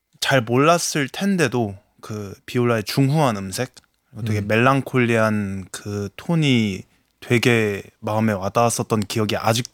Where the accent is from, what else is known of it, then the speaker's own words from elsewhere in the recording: Yongin, Gyeonggi Province, South Korea; 제가 지금도 본가가 용인인데